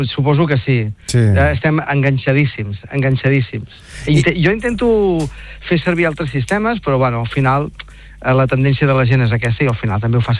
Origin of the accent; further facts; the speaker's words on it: Salt, Catalonia, Spain; Jo soc de Salt de tota la vida.